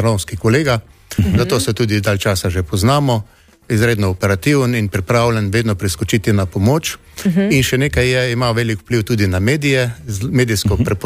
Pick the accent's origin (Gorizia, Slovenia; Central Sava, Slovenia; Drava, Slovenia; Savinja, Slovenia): Savinja, Slovenia; midva sva iz Celjskega